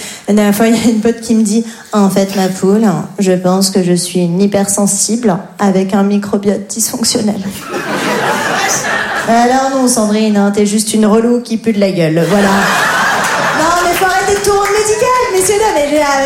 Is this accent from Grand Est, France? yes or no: yes; Grand Est, France; born or raised there